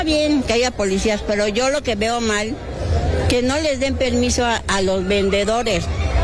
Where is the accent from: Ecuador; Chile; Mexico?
Mexico; Pues mire, como mexicana se siente una emoción tan grande.